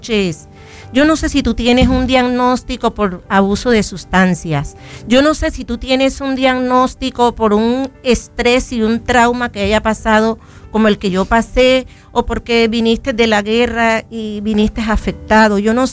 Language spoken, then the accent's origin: Spanish; Colombia; Y como somos los colombianos